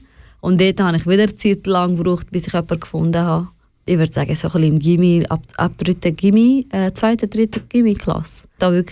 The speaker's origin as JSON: {"language": "German", "town": "Wolhusen", "region": "Lucerne", "country": "Switzerland", "tie": "born there", "second_language": "German", "said": "Wir waren zu Wollhausen zu Hause damals. Jetzt bin ich nicht mehr zu Wollhausen, aber zu Wollhausen zu Hause"}